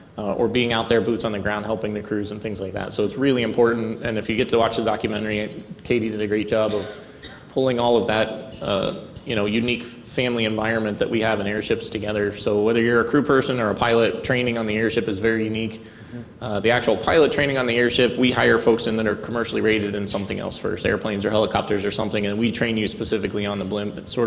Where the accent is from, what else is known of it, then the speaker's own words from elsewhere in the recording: Green, Ohio, United States; Yeah, so I'm born and raised here in the Akron area. I grew up in Greene.